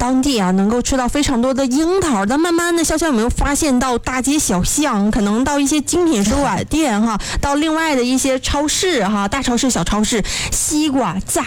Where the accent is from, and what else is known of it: Liaoning, China